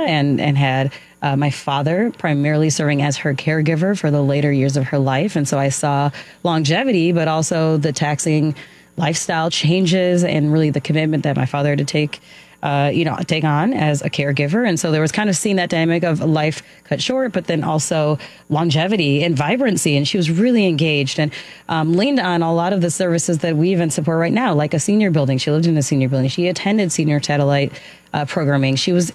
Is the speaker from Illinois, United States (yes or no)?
yes; Glenview, Illinois, United States; also born or lived in Chicago; Well, I actually grew up in the north suburbs. So I grew up in Glenview.